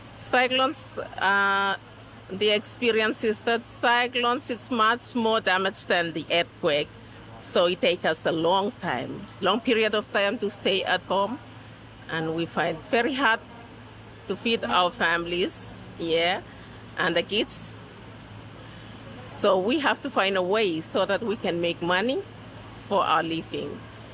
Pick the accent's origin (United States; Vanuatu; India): Vanuatu; Tanna, Tafea; I'm from Tana.